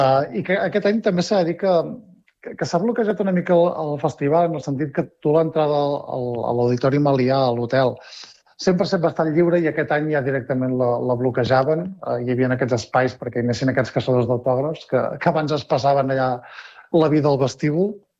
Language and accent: Catalan; Catalonia, Spain; Jo en el meu cas vinc del Ripollès